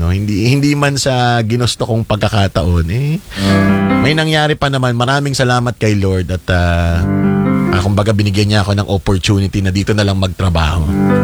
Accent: Quezon, Calabarzon, Philippines; Ako, taga-Quezon naman ako.

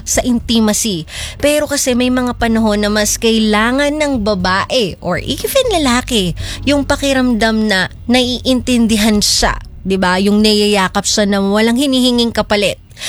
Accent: Bicol Region, Philippines; now in Batangas, Philippines; Pa-shoutout po kami dito sa Tolo, Batangas. Taga Bicol po ako. Nandito po ako para magtrabaho.

